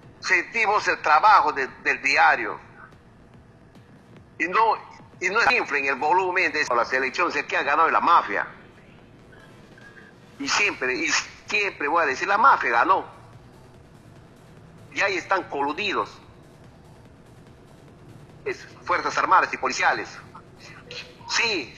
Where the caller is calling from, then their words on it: Peru; Nosotros somos unos peruanos que vivimos de diario.